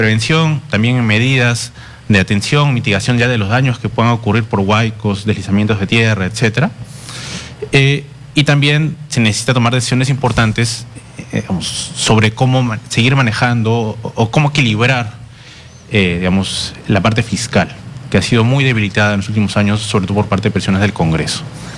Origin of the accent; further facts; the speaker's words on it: Peru; Nosotros, como peruanos